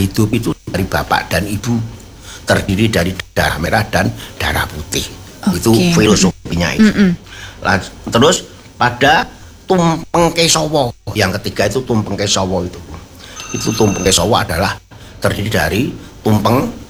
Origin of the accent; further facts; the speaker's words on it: Boyolali, Central Java, Indonesia; Saya kan orang Boyolali, jadi Merapi, Merbabu.